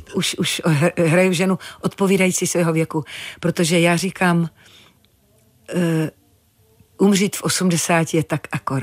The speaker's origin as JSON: {"language": "Czech", "region": "Zlín Region", "country": "Czechia", "said": "A takže říkám, že jsem hrdej Valach, ano."}